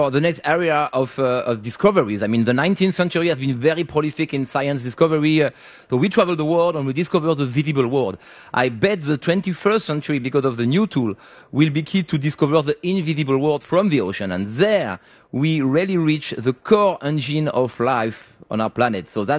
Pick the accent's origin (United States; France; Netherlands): France; I come from France, and I was in Civit. I come from France.